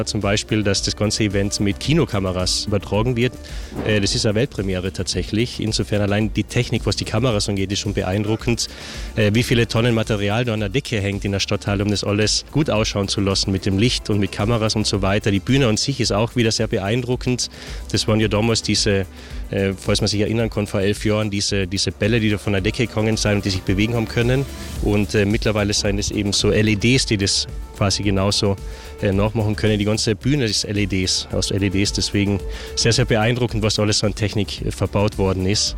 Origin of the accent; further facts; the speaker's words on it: Winklern, Carinthia, Austria; now in Vienna, Austria; Aus Winklern, Winklern im Mölltal.